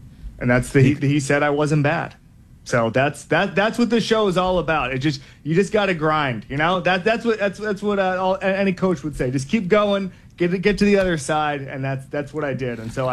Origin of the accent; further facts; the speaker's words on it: the South, United States; That's because I'm from the South, and my family are huge college football fans and all that stuff.